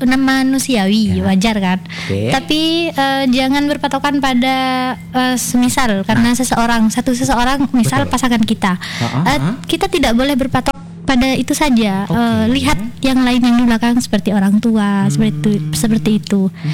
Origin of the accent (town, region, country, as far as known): Bluto, East Java, Indonesia